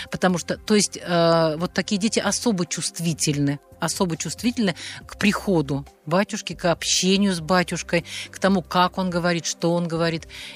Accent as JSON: {"language": "Russian", "country": "Belarus", "said": "Мы, кстати, тоже с Белоруссии."}